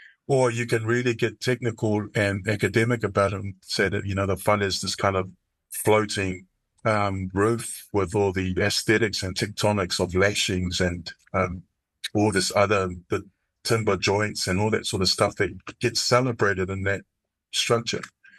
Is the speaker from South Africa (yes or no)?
no; Auckland, New Zealand; So I was born in South Auckland, Otago, and we grew up in a flat.